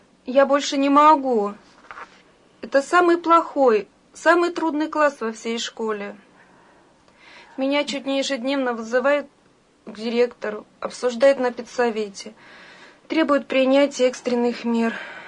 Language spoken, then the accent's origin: Russian; Moscow Oblast, Russia; Я родом из Подмосковья. Родители мои русские люди. Росла я в семье неверующих.